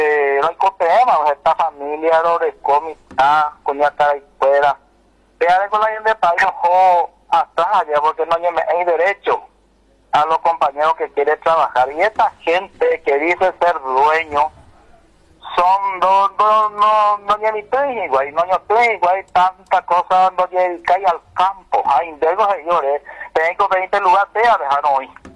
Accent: Mbuyapey, Paraguarí, Paraguay; estamos una familia de Embuyapeú, somos de Embuyapeú

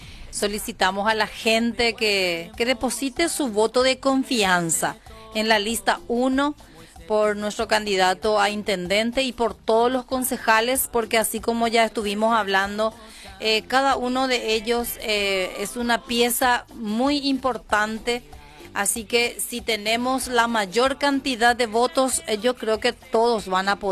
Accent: Paraguay; Y nosotros somos sumisos los paraguayos.

